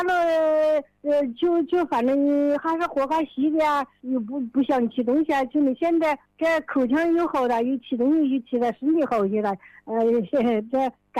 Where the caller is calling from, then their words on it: Tianmen, Hubei, China; 我们是这个天门多宝的。